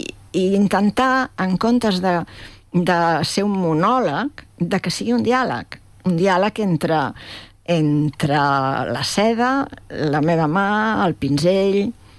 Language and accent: Catalan; Esparreguera, Catalonia, Spain; born there; jo vaig néixer a Esparreguera